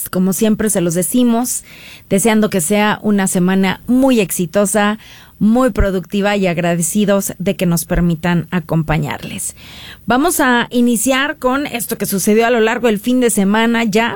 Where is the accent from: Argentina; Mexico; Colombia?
Mexico